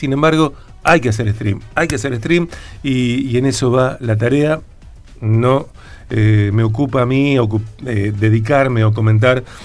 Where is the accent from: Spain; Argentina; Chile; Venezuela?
Argentina; Rosario, Santa Fe; Somos de Rosario y me encanta que así sea.